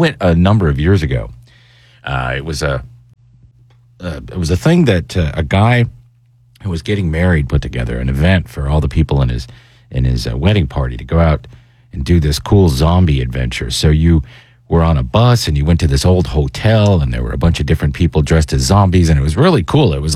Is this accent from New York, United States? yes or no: no; Mansfield, Pennsylvania, United States; born there; moved away